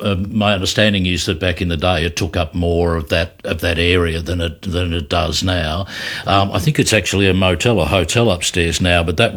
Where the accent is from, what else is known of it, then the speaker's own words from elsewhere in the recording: Castlemaine, Victoria, Australia; And when I grew up in Castlemaine in central Victoria, the Colour Patch Cafe was our Greek cafe.